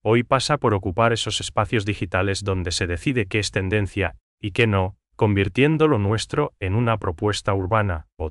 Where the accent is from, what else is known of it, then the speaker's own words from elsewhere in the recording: Paraguay; nos define como paraguayos